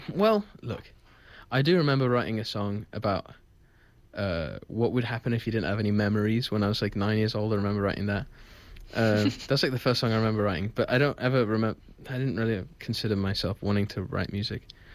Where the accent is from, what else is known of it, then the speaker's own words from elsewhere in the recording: London, United Kingdom; now in New York, United States; Well, I grew up in London, but my family's from Italy